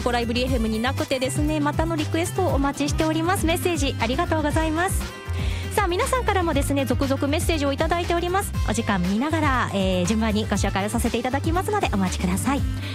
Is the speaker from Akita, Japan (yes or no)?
yes; Akita, Japan; also born or lived in Yamagata; ただ私秋田の出身で、まあ、小学校の頃、まあ、ちょっと一瞬 1,2 年ぐらい山形にもいたんですけど